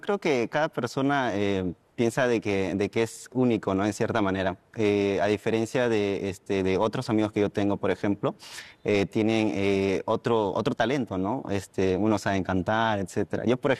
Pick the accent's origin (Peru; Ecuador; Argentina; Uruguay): Peru